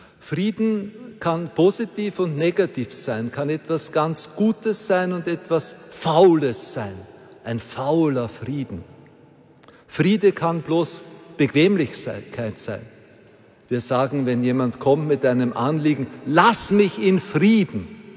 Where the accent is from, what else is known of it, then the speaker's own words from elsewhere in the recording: Austria; Und damals haben in meinem Heimatdorf an der burgenländischen Grenze mehrere sich das Leben genommen.